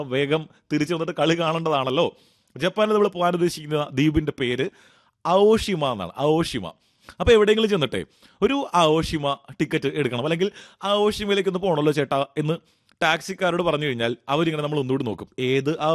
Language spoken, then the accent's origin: Malayalam; Kerala, India